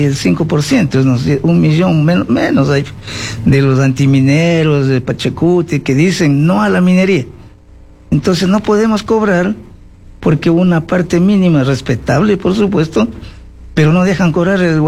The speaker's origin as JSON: {"language": "Spanish", "country": "Ecuador", "said": "nuestro país Ecuador, como Colombia y Perú, Chile, estamos ubicados en la cordillera andina, somos parte de los Andes"}